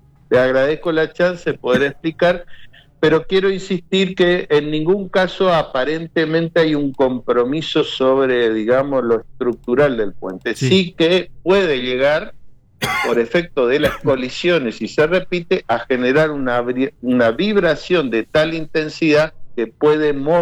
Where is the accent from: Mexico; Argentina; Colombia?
Argentina; Corrientes; somos vecinos de Corrientes, porque el puente abraza nuestra ciudad con el Chaco